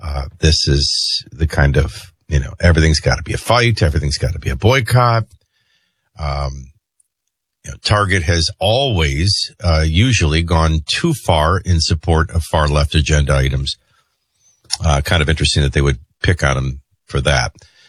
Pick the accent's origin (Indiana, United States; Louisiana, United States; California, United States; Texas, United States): Louisiana, United States; New Orleans; Well, I grew up in New Orleans, so we're used to that.